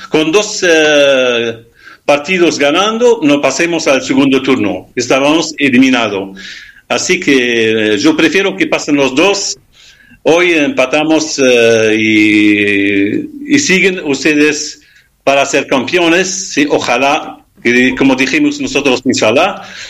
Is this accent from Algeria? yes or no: yes; Algeria; Spanish is a second language; yo soy argelino.